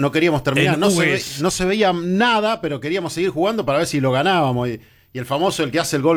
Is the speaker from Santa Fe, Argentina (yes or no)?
yes; Hughes, Santa Fe, Argentina; Yo en mi pueblo, en Hugues.